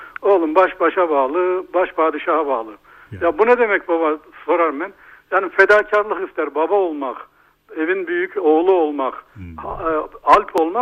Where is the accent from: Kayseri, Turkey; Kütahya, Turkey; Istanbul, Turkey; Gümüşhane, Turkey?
Kayseri, Turkey; now in Ankara, Turkey; Hani çekirdekten esnafız ya abi, Kayserliyiz ya.